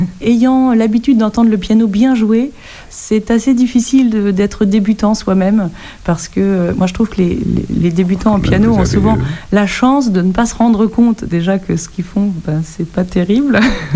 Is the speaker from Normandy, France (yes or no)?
yes; Normandy, France; Je suis originaire de Normandie.